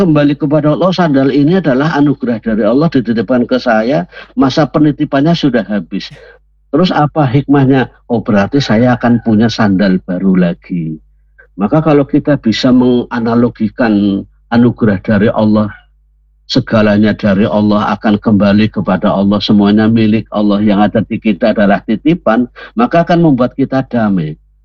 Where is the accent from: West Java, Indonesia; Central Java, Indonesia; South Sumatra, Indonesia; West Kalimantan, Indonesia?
Central Java, Indonesia; Purwokerto; born there; Kita lahir di Purwokerto, ini takdir yang tidak bisa memilih.